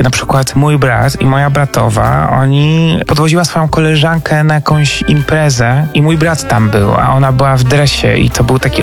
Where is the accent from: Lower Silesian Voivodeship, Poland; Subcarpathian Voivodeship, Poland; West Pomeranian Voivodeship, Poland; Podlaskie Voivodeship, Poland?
Subcarpathian Voivodeship, Poland; Jasło; moved away; ja na przykład pochodzę z bardzo małego miasta